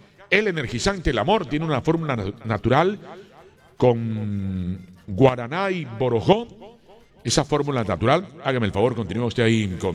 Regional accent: Colombia; Como buenos colombianos, ese triunfo lo estamos celebrando con la Selección Colombia.

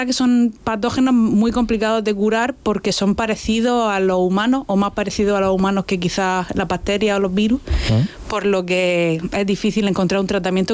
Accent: Region of Murcia, Spain

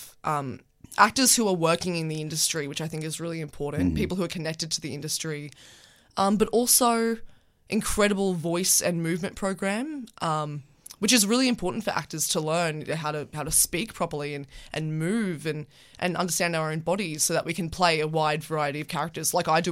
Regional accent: Queensland, Australia; Which I'm from Queensland, so it was my first time in Perth

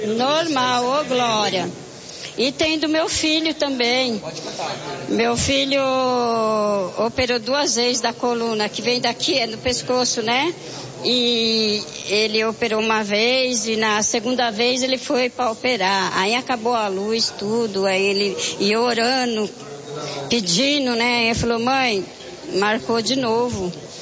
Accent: Taboão da Serra, São Paulo, Brazil; Eu venho de Taboão da Serra.

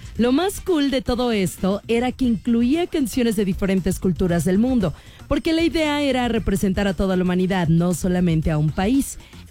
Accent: Mexico; nosotros somos los mexicanos

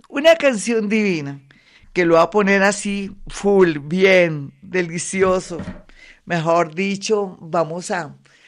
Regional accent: Colombia

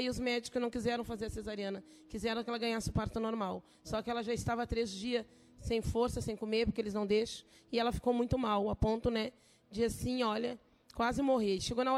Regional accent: Porto Alegre, Rio Grande do Sul, Brazil

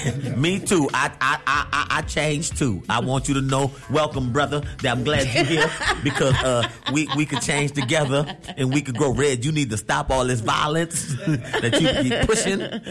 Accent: Muldoon, Alaska, United States; I'm from Muldoon. That's no problem for me.

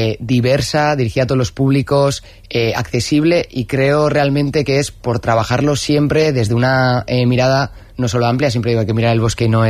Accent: Irún, Basque Country, Spain; soy de Irún

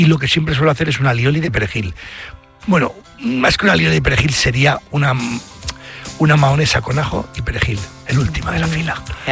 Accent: Venezuelan Andes, Venezuela; es que soy un gocho.

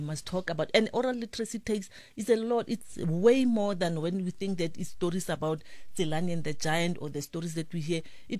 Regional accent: Kuruman, Northern Cape, South Africa; I started as a librarian in Kuruman, in my hometown.

